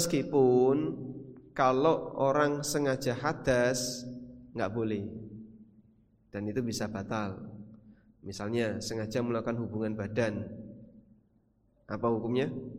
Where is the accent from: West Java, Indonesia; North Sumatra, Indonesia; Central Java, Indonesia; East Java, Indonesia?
East Java, Indonesia; Lamongan; now in Yogyakarta, Indonesia; Saya yang aslinya dari Lamongan sampai SMA lulus belum pernah ketemu ada budaya padusan menjelang tanggal 1 Ramadan.